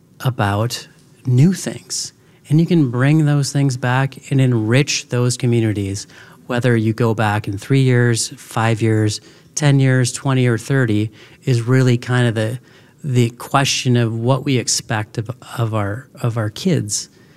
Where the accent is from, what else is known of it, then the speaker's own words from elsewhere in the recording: Roseau, Minnesota, United States; now in Grand Rapids, United States; Where I grew up in Roseau, Minnesota, everybody kind of wanted to move away because it was tiny.